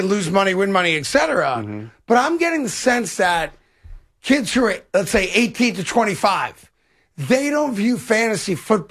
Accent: United States; because I'm an American

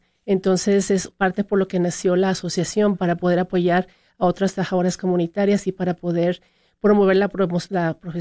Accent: State of Mexico, Mexico; born there; Mexicana. Soy nacida en el Estado de México, pero viví en varios estados.

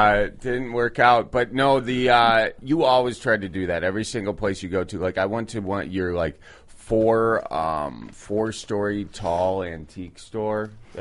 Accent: Wisconsin, United States; Yeah, Wisconsin.

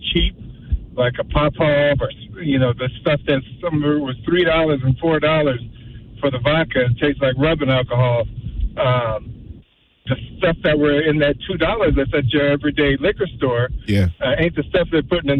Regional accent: United States; I'm Muslim. I should never have been drinking. However, I grew up in America.

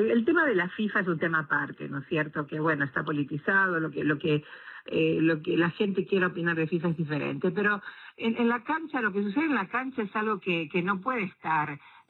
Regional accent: Argentina; yo soy argentina

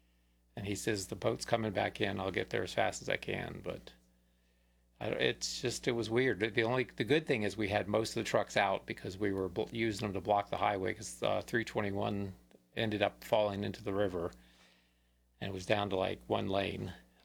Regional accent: Florida, United States

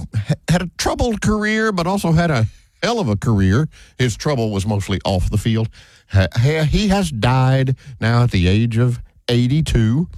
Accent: Clute, Texas, United States; I grew up watching the Cowboys because I grew up in the Houston area, you know, south of town a little bit, called Clute. Maybe you heard of it.

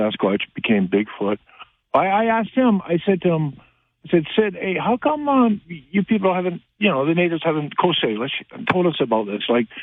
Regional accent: British Columbia, Canada; now in Alberta, Canada; I'm in Alberta now, but I was born and raised in Vancouver Island

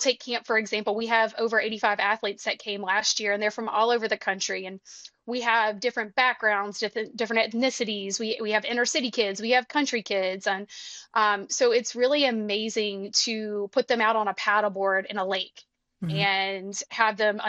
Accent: Alabama, United States; I'm from Alabama and I was around water all the time and I learned how to swim

